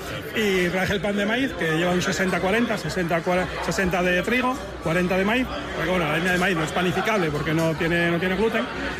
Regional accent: Asturias, Spain; yo soy asturiano, mi madre hacía pan en casa.

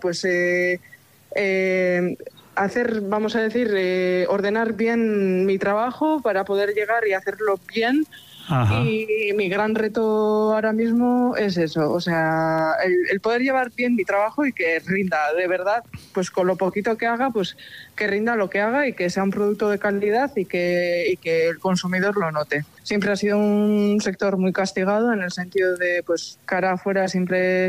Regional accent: Hernani, Basque Country, Spain; soy de Hernani, del caserío Arriatu, y bueno, soy agricultora y ganadera.

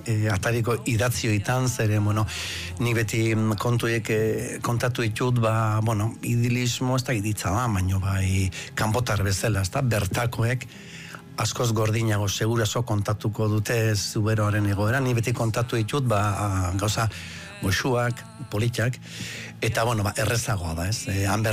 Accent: Lasarte, Basque Country, Spain; also born or lived in Ondarroa; sortu nintzen Bizkaian Ondarrun, bai? Baina gali ez dut inoiz esate, baina Gipuzkura etorren nintzen Lasartera, ni 8 urte nitxula

